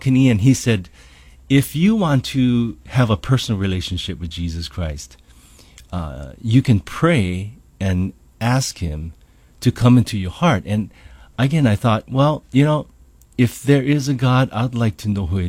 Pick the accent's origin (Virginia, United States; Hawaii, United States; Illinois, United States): Hawaii, United States; Honolulu; Well, I grew up from the Valley of Manoa. I was born and raised there in a lovely valley and just enjoyed life growing up in that valley.